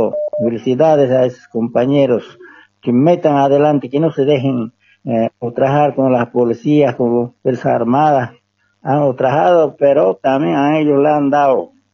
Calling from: Montero, Santa Cruz, Bolivia; de acá, Montero, provincia Montero, distrito San Pedro Odrés, Piray, San Juan de Piray.

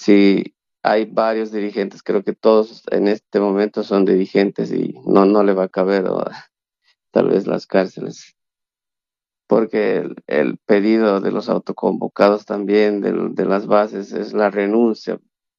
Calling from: Bolivia

